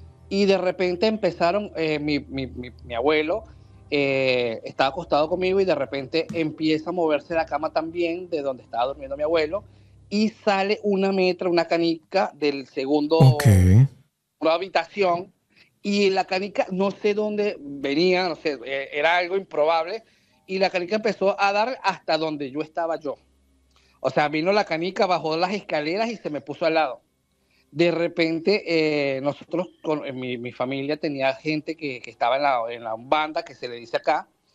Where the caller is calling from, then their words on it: Venezuela; soy de Venezuela